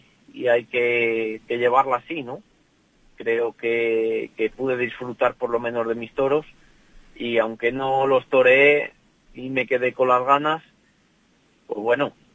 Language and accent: Spanish; Peñaranda de Bracamonte, Castile and León, Spain; Peñaranda pues es mi tierra, ¿no? Es donde yo vivo todos los días, donde convivo con la gente, donde todo, como dices tú, mi cuartel general, ¿no?